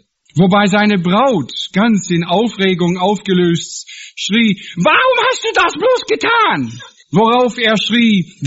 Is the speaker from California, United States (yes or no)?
no; Washington, United States; Ich komme ja aus dem Wilden Westen in den Vereinigten Staaten, von einem Indianerreservat. Meine Eltern wohnen noch heute auf einem Indianerreservat in dem Bundesstaat Washington.